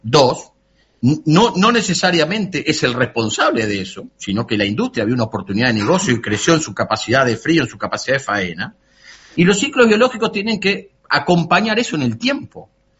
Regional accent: Uruguay

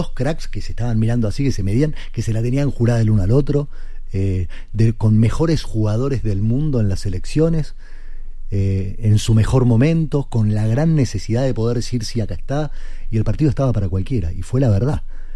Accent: Argentina; Soy de Argentina.

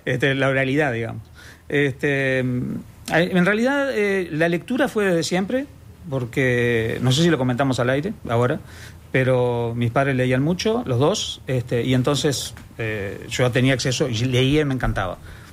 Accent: Treinta y Tres, Uruguay; born there; now in Montevideo, Uruguay; Yo allá estaba, geográficamente, te comentaba, en una situación un poco extraña, porque la casa de mi viejo, de mis padres, estaba en el límite exacto donde empezaba unos ramales de la Cuchilla de Dionisio

